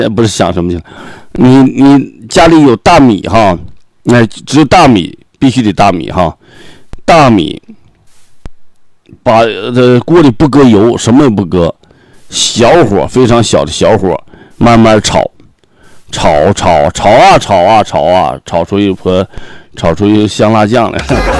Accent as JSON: {"language": "Chinese", "region": "Northeast China", "country": "China", "said": "为什么我们东北人发明了酸菜呢？"}